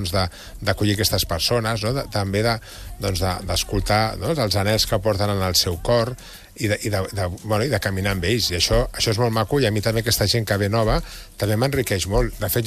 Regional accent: L'Hospitalet de Llobregat, Catalonia, Spain; Jo soc d'Hospitalet, no? Ja l'he dit abans a la Carme, no? I un punt de flamenquillo d'Hospitalet també el porto.

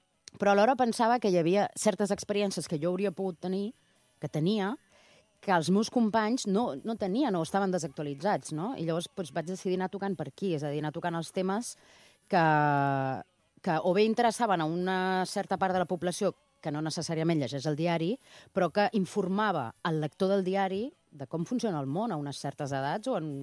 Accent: Barcelona, Catalonia, Spain; also born or lived in Oviedo; arribar aquí a Barcelona, a Catalunya, quan tenia un any. Llavors, el d'Oviedo sempre és anecdòtic, però no sóc d'Oviedo, realment. Ho poso el DNI i prou.

